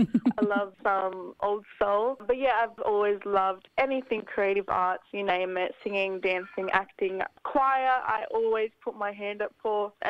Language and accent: English; New South Wales, Australia; I'm a proud Gamilaroi woman. … grew up in Gadooga, and then she left for the big smoke in the late 70s, met my pop, who is a Tongan man.